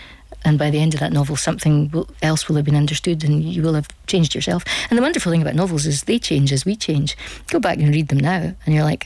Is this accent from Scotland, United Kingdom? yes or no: yes; Scotland, United Kingdom; we're both Scottish